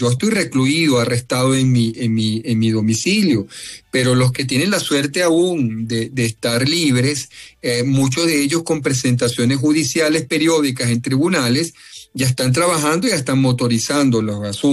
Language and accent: Spanish; Venezuela; Yo respondo como venezolano, yo no soy norteamericano